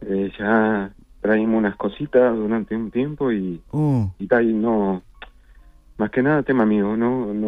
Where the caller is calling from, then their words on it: Montevideo, Uruguay; De Montevideo